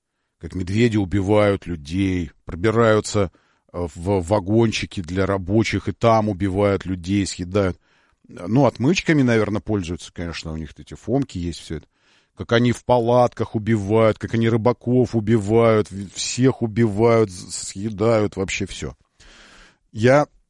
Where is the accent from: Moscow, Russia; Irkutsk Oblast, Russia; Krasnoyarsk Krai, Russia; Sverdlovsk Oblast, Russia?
Moscow, Russia; я сказал сейчас как москвич